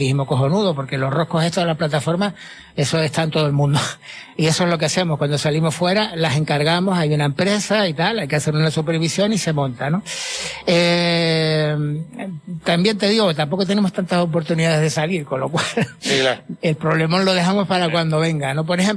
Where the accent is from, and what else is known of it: Canary Islands, Spain; accent: Canarian